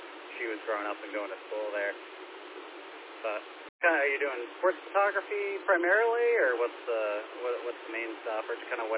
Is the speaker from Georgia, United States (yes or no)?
no; Mansfield, Texas, United States; I grew up in Mansfield